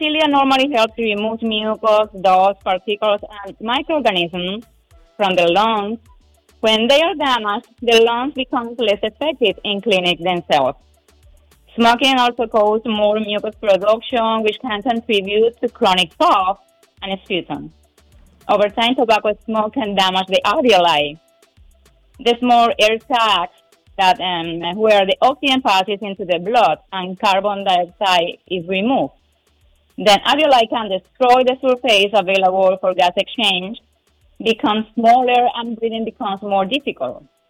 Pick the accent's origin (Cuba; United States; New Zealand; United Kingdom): Cuba; English is a second language; moved away as an adult; now in Guyana; I am from Cuba.